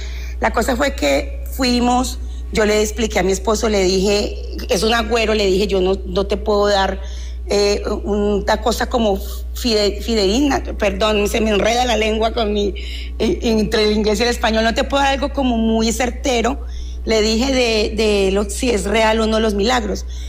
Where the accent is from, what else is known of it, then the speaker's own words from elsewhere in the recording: Palmira, Valle del Cauca, Colombia; moved away; also born or lived in Cali; yo soy de Cali, pero me crié en la ciudad de Palmira